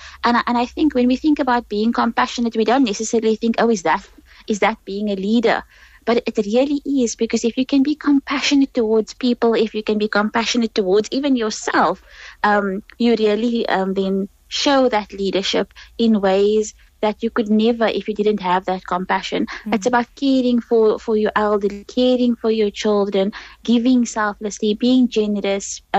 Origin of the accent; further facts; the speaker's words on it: South Africa; like growing up in South Africa